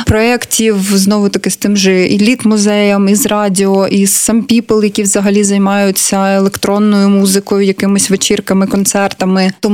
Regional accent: Kharkiv, Kharkiv Oblast, Ukraine; І тут уже люди дивуються, що я з Харкова.

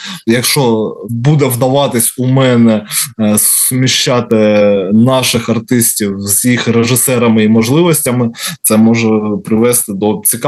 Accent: Kharkiv, Kharkiv Oblast, Ukraine; Я з Харкова, у нас є циркова студія.

